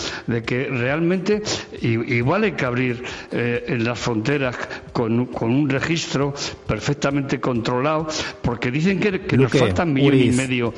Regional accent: Madrid, Community of Madrid, Spain; born there; ¿Por qué yo nací en Madrid de casualidad, ¿no? Podía haber nacido en Villaba, en Senegal, en Mali o en Nueva York, ¿no?

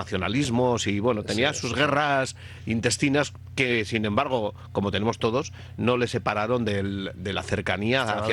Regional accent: Lezama, Basque Country, Spain; llevaba 25 años viviendo en Vizcaya, en mi pueblo, en Lezama, en la zona de Munguía

